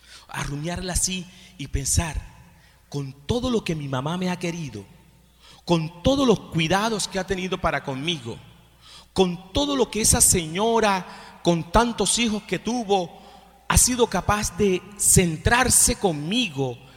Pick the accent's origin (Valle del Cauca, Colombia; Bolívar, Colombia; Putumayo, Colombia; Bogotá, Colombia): Bolívar, Colombia; Villanueva; moved away; Yo soy de un pueblo que se llama Villanueva.